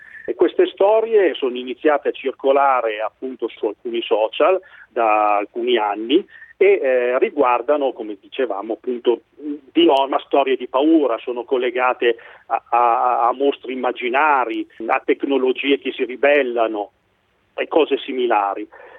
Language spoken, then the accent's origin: Italian; Alessandria, Piedmont, Italy; io sono di Alessandria